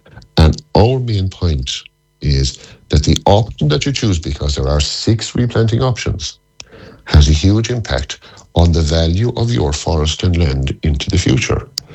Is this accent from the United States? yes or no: no; Connacht, Ireland; I come from East Galway. The Slievochty Mountains in East Galway.